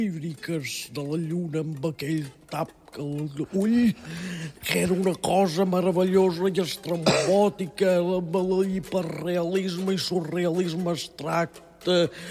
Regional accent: Catalonia, Spain; Em pot parlar català perquè jo sóc català de tota la vida.

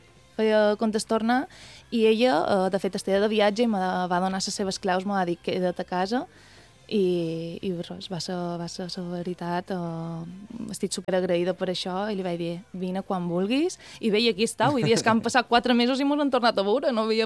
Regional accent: Balearic Islands, Spain; jo li deia, bé, soc d'una illa d'Espanya, soc de Mallorca, i...

